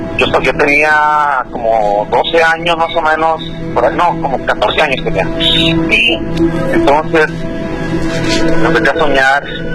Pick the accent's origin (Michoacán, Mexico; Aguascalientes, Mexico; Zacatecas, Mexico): Michoacán, Mexico; Tacámbaro; soy originario de Michoacán, de allá de lado de Tacámbaro, Michoacán.